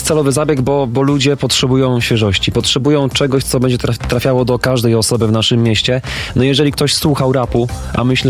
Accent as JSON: {"language": "Polish", "town": "Szczecin", "region": "West Pomeranian Voivodeship", "country": "Poland", "said": "my jesteśmy ludźmi ze Szczecina, ZS to nasze miasto"}